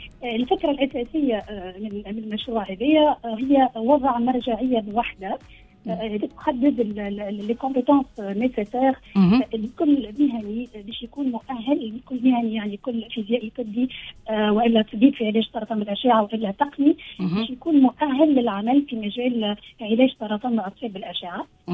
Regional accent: Tunisia; now in Vienna, Austria; احنا عندنا في تونس

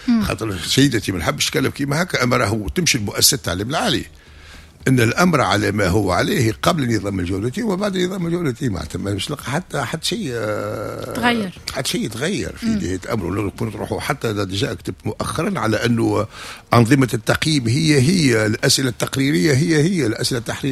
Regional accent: Tunisia; عندنا في تونس

